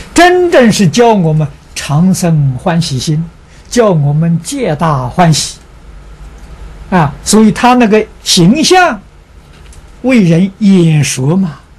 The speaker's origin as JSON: {"language": "Chinese", "country": "China"}